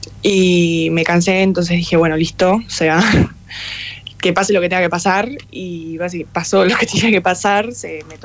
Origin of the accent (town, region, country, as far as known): Argentina; now in United States